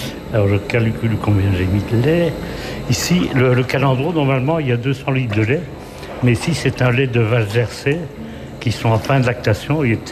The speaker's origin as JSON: {"language": "French", "town": "Bastogne", "region": "Wallonia", "country": "Belgium", "tie": "born there", "also_born_or_lived": "Digny", "said": "Je suis flamand d'origine, né à Bastogne. J'habitais longtemps à Digny."}